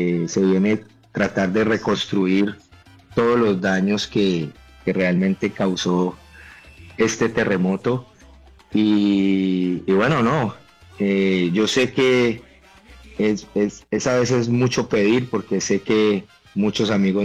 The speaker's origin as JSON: {"language": "Spanish", "town": "Cali", "region": "Valle del Cauca", "country": "Colombia", "said": "yo estoy en Cali, soy caleño"}